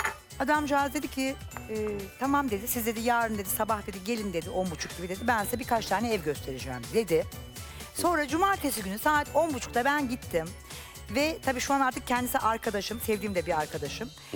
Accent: Istanbul, Turkey; İstanbul'da doğdum tabii ki. İstanbul. Emirgan'da, ben Boğaz çocuğuyum. Emirgan'dayım lütfen.

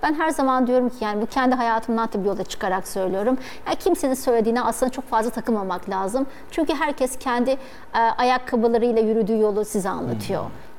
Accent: Bozcaada, Çanakkale, Turkey; Çünkü ben oradan çıktım, orada büyüdüm. Bütün işte ressamlıkla ilgili her şeyi orada kazandım.

